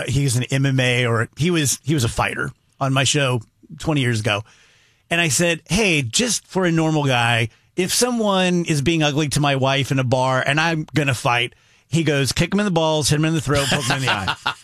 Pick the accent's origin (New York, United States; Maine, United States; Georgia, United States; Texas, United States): Texas, United States; I grew up in South Texas